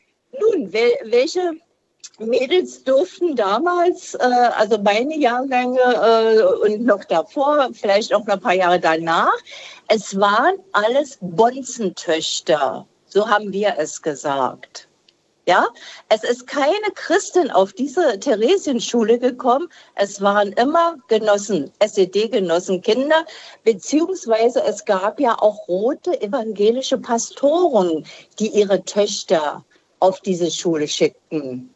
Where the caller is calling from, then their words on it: Berlin, Germany; Ich rufe aus Tegel an.